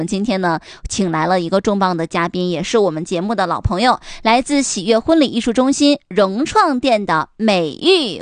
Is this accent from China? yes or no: yes; Northeast China, China; 我们东北人